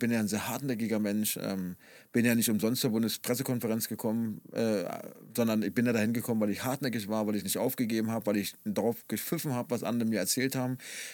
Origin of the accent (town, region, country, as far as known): Berlin, Germany; born or raised there